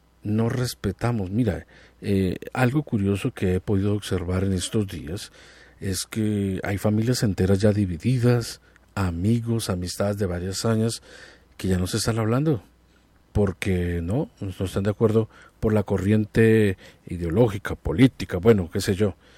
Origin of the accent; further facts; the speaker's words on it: Colombia; El objetivo es que somos colombianos, nos unamos, oremos por nuestra patria